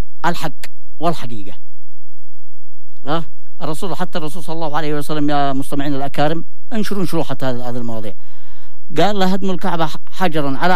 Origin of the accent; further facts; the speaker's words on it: Yemen; عندنا في اليمن